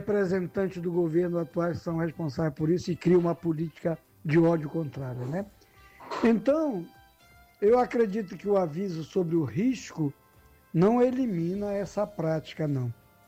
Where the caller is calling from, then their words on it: Pará, Brazil; Aqui pela região do Baixo Amazonas, oeste do Pará, né?